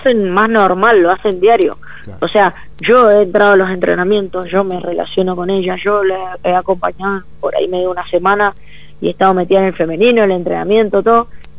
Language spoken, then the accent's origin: Spanish; Mendoza, Argentina; siendo mendocina